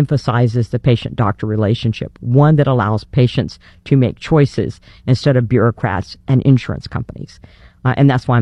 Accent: San Antonio, Texas, United States; My dad was enlisted Air Force, mostly stationed in Lackland Air Force Base in San Antonio, Texas. So I grew up in Texas.

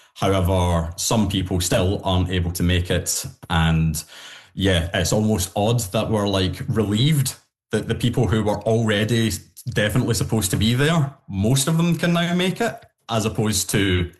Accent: Scotland, United Kingdom; now in Canada; I'm Scottish and she's Albertan. So we thought that meet in the middle, we've got my Scottish family and her Albertan family coming and meeting in the Scottish part of Canada.

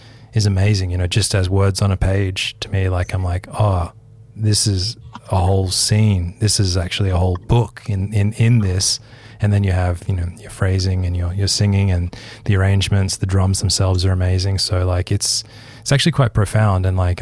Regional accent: Australia; I'm an Australian

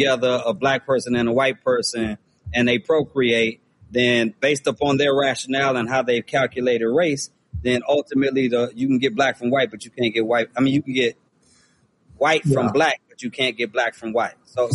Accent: Benton Harbor, Michigan, United States; now in Memphis, United States; my hometown, which has been Harbor, Michigan. So I'm very familiar. I'm very familiar with the area. My family is still in Benton Harbor right now.

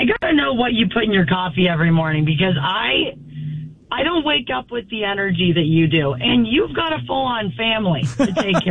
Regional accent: California, United States; now in Las Vegas, United States; growing up in California

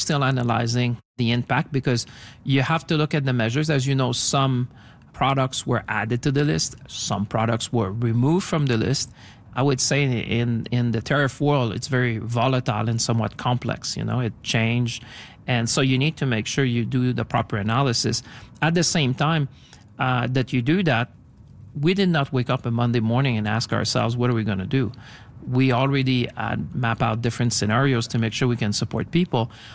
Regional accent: Canada; not even just because I'm Canadian

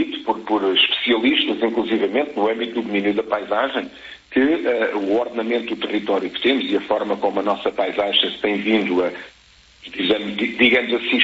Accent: Portugal; enquanto cidadãos, enquanto portugueses

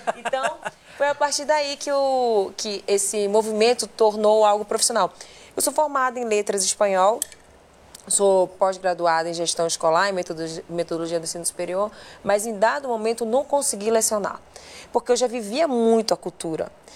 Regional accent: Manaus, Amazonas, Brazil; born there; Eu nasci em Manaus.

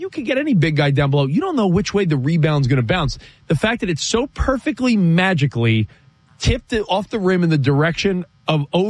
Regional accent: New York, United States; now in Los Angeles, United States; I grew up in New York. We live in Los Angeles now

